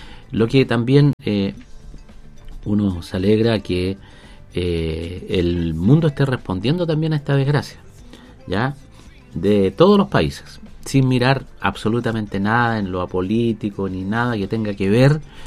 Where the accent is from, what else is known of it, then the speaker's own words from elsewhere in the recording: Chile; now in Fresia, Chile; que demostremos como chilenos